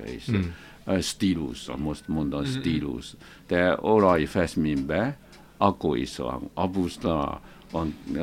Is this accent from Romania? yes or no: no; China; Hungarian is a second language; moved away as an adult; now in Hungary; Kínai vagyok, és itt él Magyarországon. Már 36 éve itt él Magyarországon. Nem tudom, jó beszél magyar, de majdnem fele magyar vagyok.